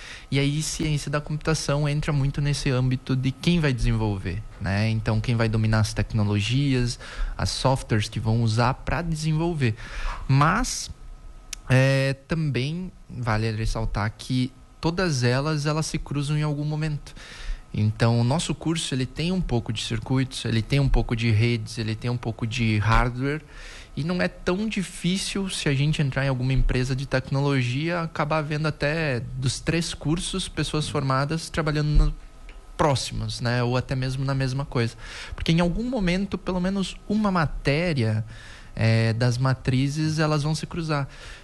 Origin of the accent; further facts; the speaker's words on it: Saudades, Santa Catarina, Brazil; also born or lived in Modelo / Chapecó / São Miguel do Oeste; Então, eu sou aqui da região, nasci em Modelo, cresci a vida inteira em Saudades. E há alguns anos morei em Chapecó também, em São Miguel do Oeste, quando veio minha filha.